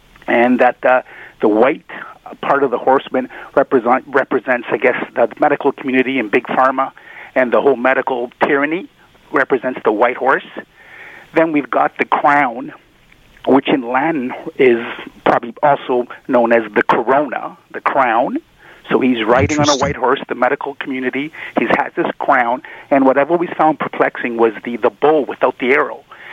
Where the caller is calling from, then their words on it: Brampton, Ontario, Canada; By the way, it's Brampton, not Brantford.